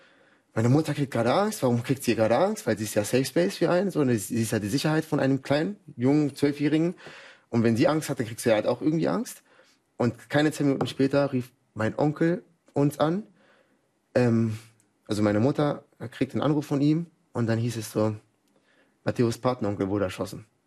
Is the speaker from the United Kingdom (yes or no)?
no; Colombia; Aber woran ich mich halt als Kind in Kolumbien stark erinnern kann, waren halt so ein paar übernatürliche Sachen, die passiert sind.